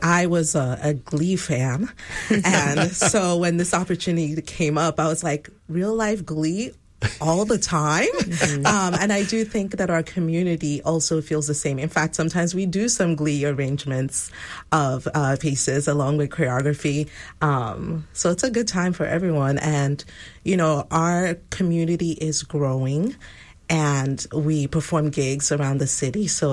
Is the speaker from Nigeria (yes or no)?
yes; Nigeria; now in Texas, United States; I'm a transplant. I'm originally from Nigeria, and when we moved to Texas